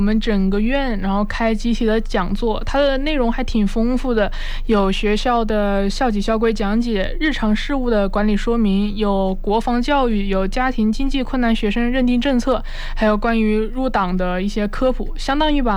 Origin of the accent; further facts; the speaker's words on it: Hubei, China; moved away as an adult; now in Guangxi, China; 然后我是湖北的嘛